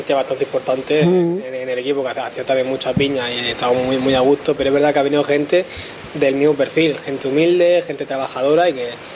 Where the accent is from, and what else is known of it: Murcia, Region of Murcia, Spain